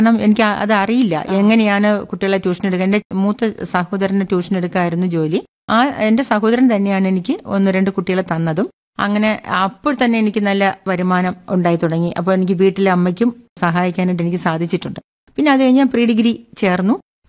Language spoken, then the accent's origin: Malayalam; Poojappura, Kerala, India; ഞാൻ പൂജപ്പുരയിലാണ് ജനിച്ചു വളർന്നത്. അച്ഛനും അമ്മയും നമ്മൾ 4 മക്കളുമായിരുന്നു.